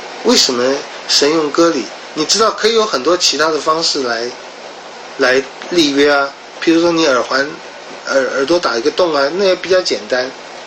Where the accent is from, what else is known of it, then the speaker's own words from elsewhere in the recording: China; 我自己觉得好像我们中国人以前女人缠小脚一样，这好像是一个记号。